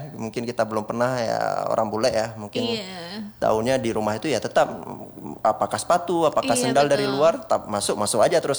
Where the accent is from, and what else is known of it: Indonesia; moved away as an adult; now in Melbourne, Australia